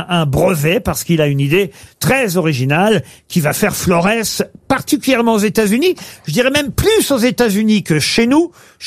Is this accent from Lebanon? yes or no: no; France